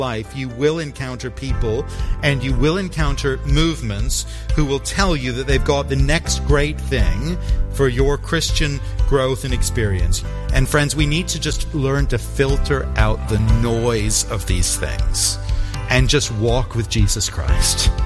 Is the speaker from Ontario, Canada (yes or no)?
yes; Toronto, Ontario, Canada; When I was a kid growing up in Toronto, I used to enjoy going downtown